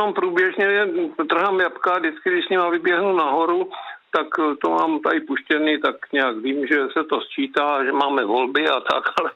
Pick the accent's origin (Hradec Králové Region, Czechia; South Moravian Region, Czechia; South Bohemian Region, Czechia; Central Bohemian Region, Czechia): South Moravian Region, Czechia; já jsem z Žižkovska, že jo, z Žižkovic